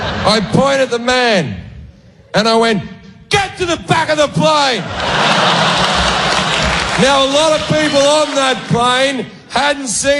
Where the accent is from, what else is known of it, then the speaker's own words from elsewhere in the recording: Australia; I'm Australian, you racist.